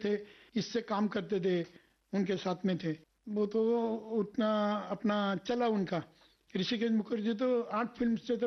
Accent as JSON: {"language": "Hindi", "region": "Maharashtra", "country": "India", "said": "अभी मैं महाराष्ट्र का रहने वाला हूँ"}